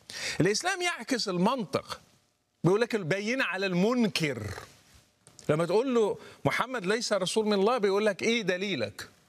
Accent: Morocco; لأنه كان عندنا في المغرب فكرة من ضمن التخويف

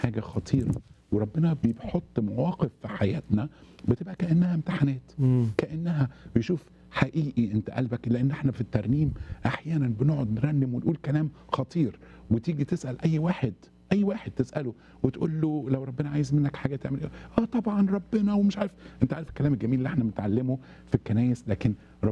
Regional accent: Egypt; يعني كلام وخلاص مش عارف عندنا في مصر يعني كلامه خلاص

